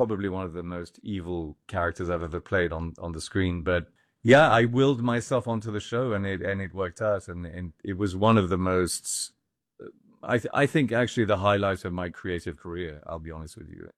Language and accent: English; Scotland, United Kingdom; also born or lived in France; because I'm Scottish and French. So I'm a sort of amalgam of these, both of these cultures.